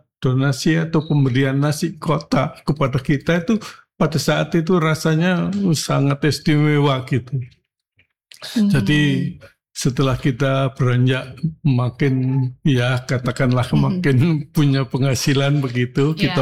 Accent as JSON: {"language": "Indonesian", "town": "Surabaya", "region": "East Java", "country": "Indonesia", "tie": "born or raised there", "moved": "yes", "lives_now": "Medan, Indonesia", "said": "Surabaya itu kampung saya ya."}